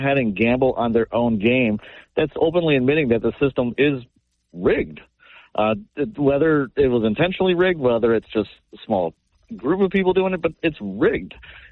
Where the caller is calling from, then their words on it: United States; as an American